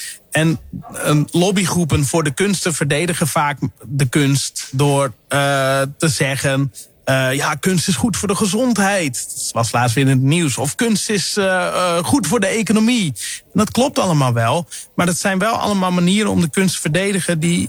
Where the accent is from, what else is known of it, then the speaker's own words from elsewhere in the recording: Sneek, Friesland, Netherlands; Ik groeide op in Sneek, hè.